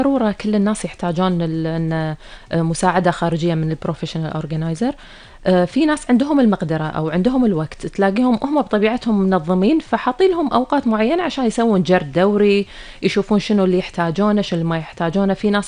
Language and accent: Arabic; Kuwait; أنا يعني منهم وفيهم كويتية